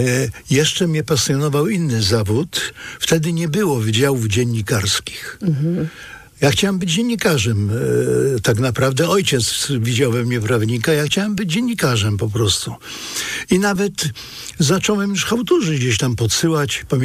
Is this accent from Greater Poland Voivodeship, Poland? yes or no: yes; Poznań, Greater Poland Voivodeship, Poland; jestem z Poznania, a Poznań zawsze był silnym ośrodkiem muzycznym